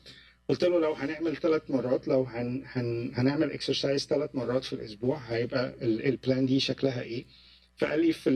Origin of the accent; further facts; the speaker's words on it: Egypt; يعني احنا عندنا في مصر الفطاير والشوكولاتات والحاجات دي